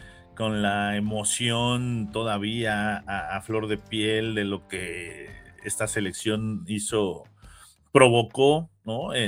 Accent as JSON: {"language": "Spanish", "country": "Mexico", "said": "Como aficionado mexicano, como con la ilusión, con la esperanza, con las ganas de que México dejara todo"}